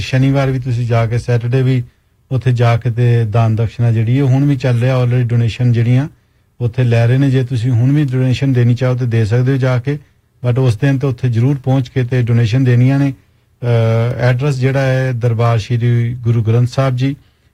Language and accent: Punjabi; Amritsar, Punjab, India; ਮੈਂ ਕਿਉਂਕਿ ਅੰਮ੍ਰਿਤਸਰ ਤੋਂ ਹਾਂ ਜਿਹੜਾ ਸਾਡਾ ਬਚਪਨ ਤੋਂ ਲੈ ਕੇ ਸਾਰਾ ਸਮਾਂ ਜਿਹੜਾ ਨਾ ਉੱਥੇ ਬੀਤਿਆ